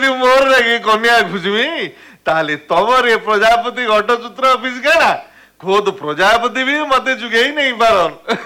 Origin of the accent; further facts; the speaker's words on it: Dhuma Bhata, Odisha, India; ମୁଇଁ, ମୋର ଘର ସମ୍ବଲପୁର ଜିଲ୍ଲା ମେଲଛାମୁଣ୍ଡା ଥାନା ଧୁମା ଭଟ ଗାଁ।